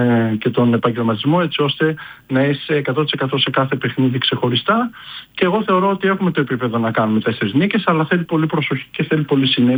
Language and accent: Greek; Larissa, Thessaly, Greece; Εγώ ξέρω ότι είμαι από Λάρισα, οπότε ξέρω ότι είναι μια πόλη που αγαπάει το βόλιο